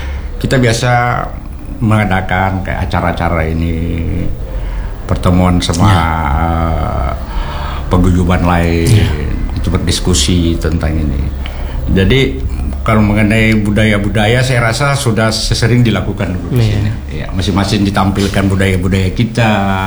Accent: South Sulawesi, Indonesia; now in Ternate, Indonesia

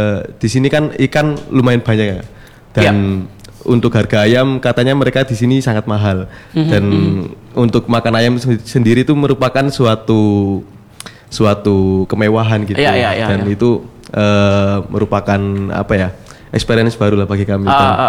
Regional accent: Lamongan, East Java, Indonesia; moved away as an adult; now in Southeast Maluku, Indonesia; Aslinya dari Lamongan

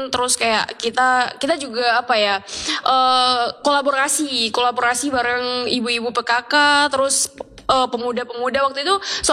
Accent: Tobelo, North Maluku, Indonesia; Aku dari Tobelo.

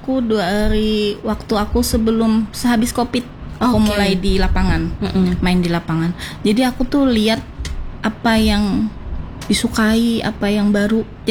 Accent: Banjar, South Kalimantan, Indonesia; Karena aku orang Banjar.

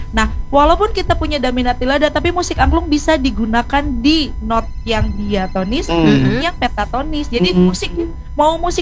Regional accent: West Java, Indonesia; Nah, kita orang Sunda punya nada sendiri namanya damina tilada.

